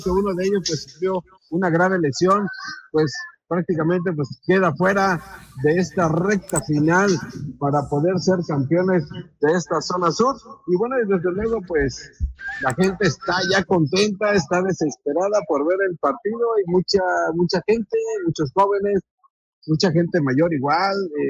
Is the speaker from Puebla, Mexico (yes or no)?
yes; Puebla, Mexico; born there; now in Tabasco, Mexico; Nací en Puebla, pero bueno, déjame decirte que Tabasco pues me abrió las puertas.